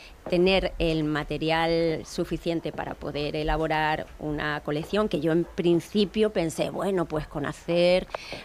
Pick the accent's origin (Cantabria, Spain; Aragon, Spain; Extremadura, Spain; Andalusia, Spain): Extremadura, Spain; quería hacer algo relacionado con mi tierra. Y qué mejor que irme a mi tierra, repensarla un poco y decir... ¿Qué es lo más característico de la Vera? El pimentón